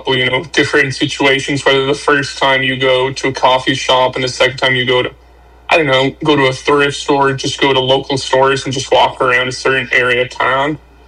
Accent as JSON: {"language": "English", "town": "Denver", "region": "Colorado", "country": "United States", "tie": "born or raised there", "said": "Born and raised in Colorado, south side of Denver."}